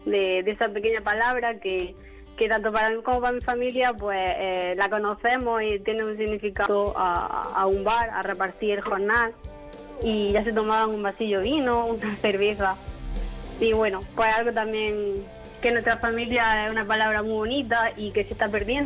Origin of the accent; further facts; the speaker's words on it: Balerma, Andalusia, Spain; yo soy de Valerma y pues la verdad que lo tengo aquí muy cerquita